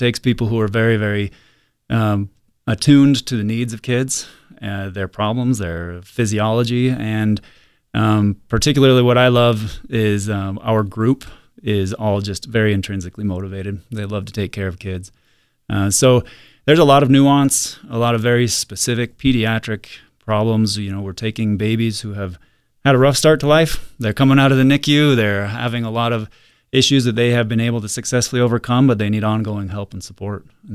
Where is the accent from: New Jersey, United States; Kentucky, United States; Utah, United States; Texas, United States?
Utah, United States; Salt Lake City; also born or lived in East Coast; now in Billings, United States; So I'm actually from Salt Lake City, so I'm familiar with Thunder Mountain. Grew up with Primary Children's right in my backyard. My journey took me to the East Coast for a number of years.